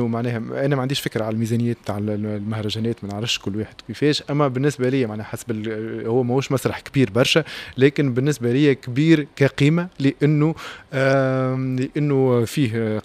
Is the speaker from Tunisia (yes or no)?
yes; Tunisia; احنا الفنانين التوانسة